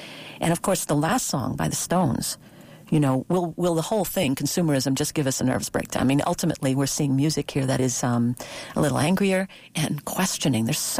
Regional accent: Long Island, New York, United States; growing up on Long Island, and my dad, you know, bought our home with the GI Bill

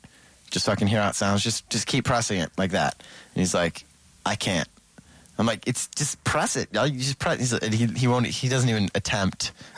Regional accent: Rochester, New York, United States; born or raised there

